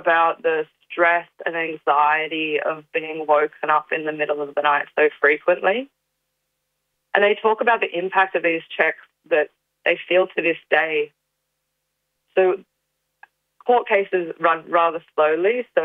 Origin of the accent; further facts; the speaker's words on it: New South Wales, Australia; I'm joining from Gadigal and Wongal country in New South Wales. I'm a Darug woman. The Darug Nation's just west of Gadigal and Wongal country.